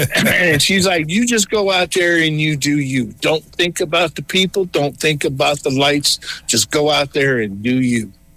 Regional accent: Chicago, Illinois, United States; growing up in Chicago, you're around the Chicago blues all the time

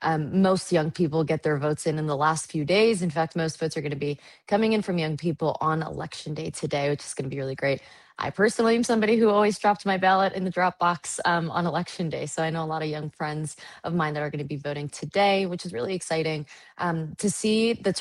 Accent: Ethiopia; now in Colorado, United States; So we immigrated from Ethiopia in 1998. My dad was selected on the diversity visa lottery program.

